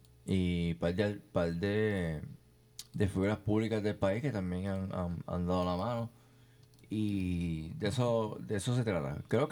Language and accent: Spanish; Puerto Rico; Me gusta mi país